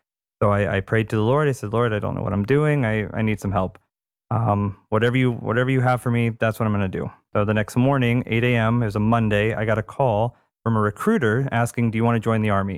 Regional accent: Akron, Ohio, United States; also born or lived in Levittown, Pennsylvania; now in New Jersey, United States; I grew up in Akron, Ohio.

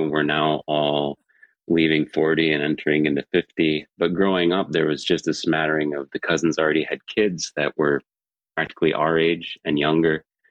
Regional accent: Freeport, Illinois, United States; also born or lived in Monroe, Wisconsin; So Freeport, Illinois is where generations of my family had lived. And it just so happened that Freeport's like 20 minutes from the Wisconsin border. So the hospital across the border was better. So I was born in Wisconsin

